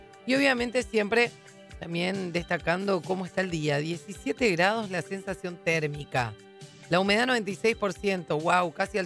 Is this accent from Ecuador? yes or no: no; Lambaré, Central, Paraguay; yo que soy de Lambaré, veía como que no iba a llover y de repente se largó con todo